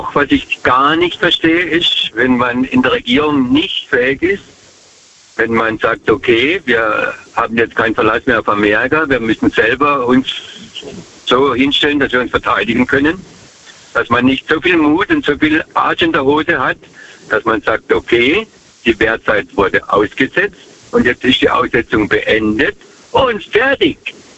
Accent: Herbolzheim, Baden-Württemberg, Germany; Herbolzheim.

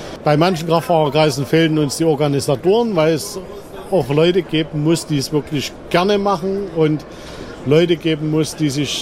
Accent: Chemnitz, Saxony, Germany; Ich komme aus Chemnitz, Sachsen.

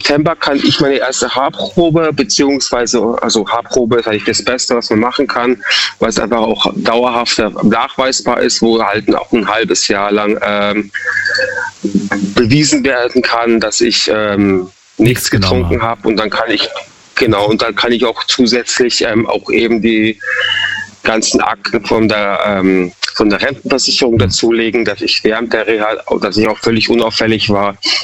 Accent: Munich, Bavaria, Germany; now in Freiburg, Germany

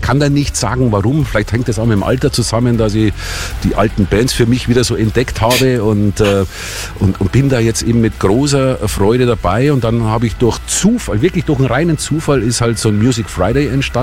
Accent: Bavaria, Germany; ich bin in Bayern aufgewachsen.

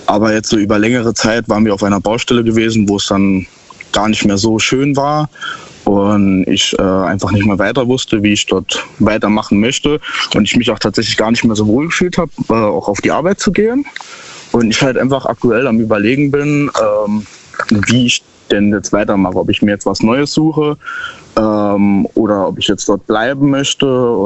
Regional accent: Saarbrücken, Saarland, Germany; Ich komme aus Saarbrücken.

